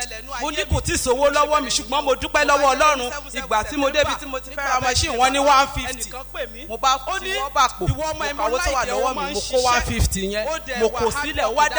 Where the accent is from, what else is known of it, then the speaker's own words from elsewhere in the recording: Ondo, Nigeria; Mo wá láti Ondo ní oko ìlú wa.